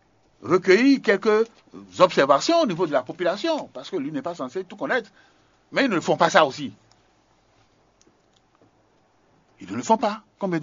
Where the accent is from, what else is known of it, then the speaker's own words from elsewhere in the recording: Benin; même chez nous, chez moi au Bénin.